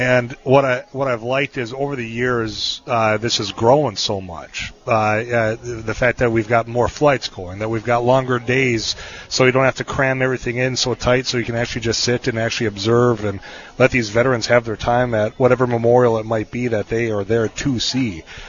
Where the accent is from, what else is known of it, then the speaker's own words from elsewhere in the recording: Leeds, North Dakota, United States; I'm from Leeds, North Dakota